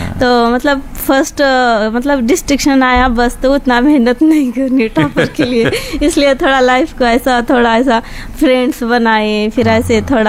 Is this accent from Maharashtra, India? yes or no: yes; Ujani, Maharashtra, India; moved away; हमारा गांव भी मतलब बहुत अच्छा है ऐसे।